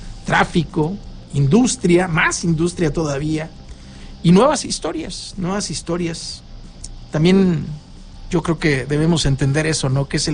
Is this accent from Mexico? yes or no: yes; Monterrey, Nuevo León, Mexico; Yo sí tengo mucho orgullo de ser regio